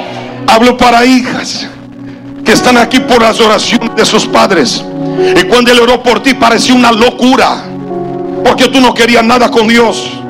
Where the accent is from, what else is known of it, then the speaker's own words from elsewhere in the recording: Brazil; Yo, como buen brasileño, levanto mi mano y llamo a la azafata.